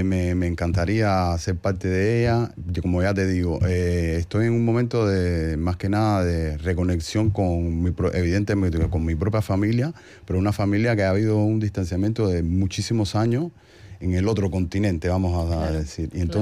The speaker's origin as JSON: {"language": "Spanish", "country": "Cuba", "also_born_or_lived": "New York / Paris", "moved": "as an adult", "lives_now": "Getxo, Spain", "said": "como cubano al fin, tengo una carrera de música popular en La Habana"}